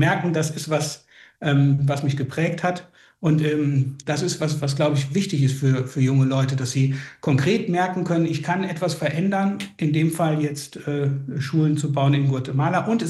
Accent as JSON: {"language": "German", "region": "North Rhine-Westphalia", "country": "Germany", "said": "Na, ich komme eigentlich aus dem Erzbistum Paderborn. Das Siegerland gehört zu Paderborn, aber Paderborn liegt 200 Kilometer von Siegen entfernt."}